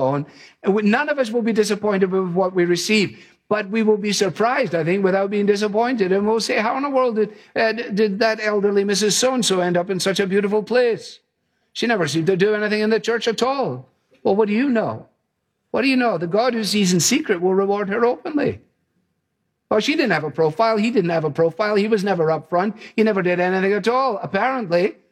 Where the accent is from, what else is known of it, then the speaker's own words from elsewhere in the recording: Scotland, United Kingdom; And then I thought, well, that'll be good as a Scotsman. It appeals to me.